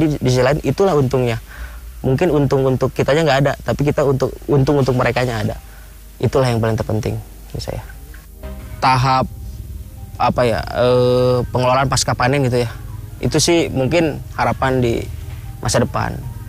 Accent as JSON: {"language": "Indonesian", "region": "Jakarta", "country": "Indonesia", "tie": "born or raised there", "said": "asal saya itu kan asli Jakarta gitu."}